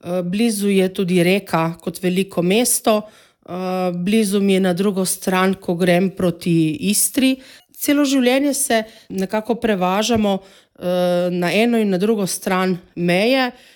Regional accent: Ilirska Bistrica, Littoral–Inner Carniola, Slovenia; Še kot mladostniki smo iz Ilirske Bistrice vedno hodili v reko, v Opatijo, zvečer na kavo, na sprehod, na morje.

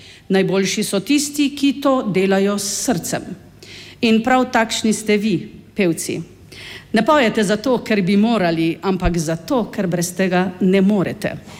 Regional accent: Primorska, Slovenia; Morda prav zato pravimo, da smo Primorci pevci od nekdaj.

